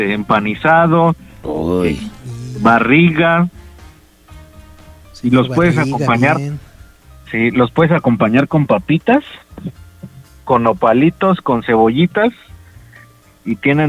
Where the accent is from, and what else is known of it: Tlalnepantla, State of Mexico, Mexico